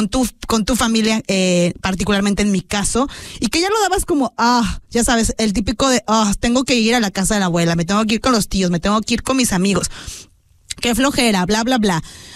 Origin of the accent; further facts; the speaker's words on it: Mexico; hoy se siente el orgullo de ser mexicanos